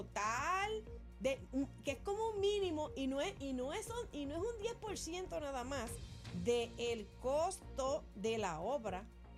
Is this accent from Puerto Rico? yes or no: yes; Patillas, Puerto Rico; En mi pueblo, Patillas, dice, hay un dicho que dice que con lo que a mí nada me cuesta, yo hago fiesta.